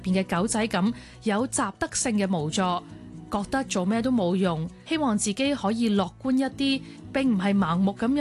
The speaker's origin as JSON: {"language": "Cantonese", "country": "Hong Kong", "said": "咁同好多代我哋香港人嗰种顶硬上啦"}